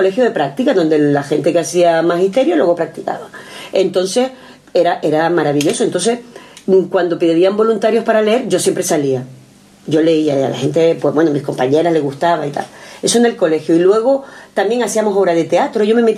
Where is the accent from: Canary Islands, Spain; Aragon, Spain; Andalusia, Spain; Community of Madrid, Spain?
Canary Islands, Spain; Santa Lucía de Tirajana; born there; yo nací en Santa Lucía y claro, ahí en Santa Lucía, en la caldera de Tirajana, no se ve el mar, se ve el cielo y las estrellas.